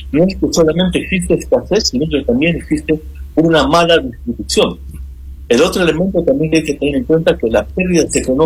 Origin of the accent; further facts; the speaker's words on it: Arequipa, Peru; Yo soy de Arequipa, cuando era niña